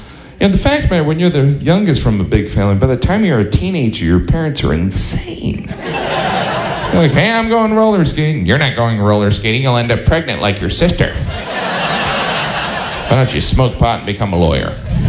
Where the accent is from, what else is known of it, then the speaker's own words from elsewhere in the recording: Indiana, United States; I am from Indiana, and I know what most of you are thinking. Indiana Mafia. But where I grew up, there was something very similar to the Mafia.